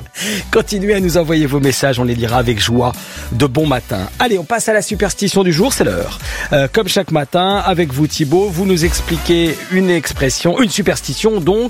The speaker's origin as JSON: {"language": "French", "country": "Spain", "said": "Température, oui, je suis espagnol, en dessous de 20 degrés, c'est formidable."}